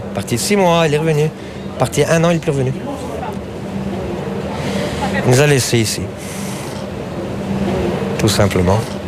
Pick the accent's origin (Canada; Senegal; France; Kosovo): Kosovo; Comme chez nous, en Kosovo